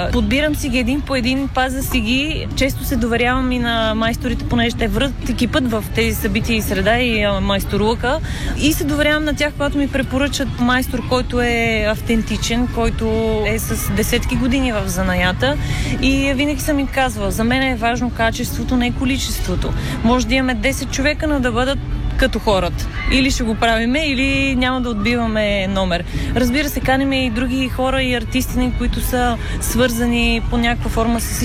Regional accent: Sandanski, Blagoevgrad Province, Bulgaria; От Сандански съм родом и живея там.

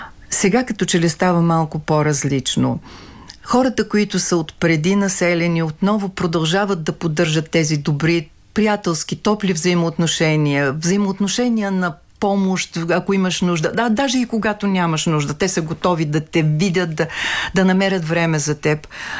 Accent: Tabachka, Ruse Province, Bulgaria; born there; Това е родното ми място. За мен е най-хубавото кътче на света, независимо от всичко.

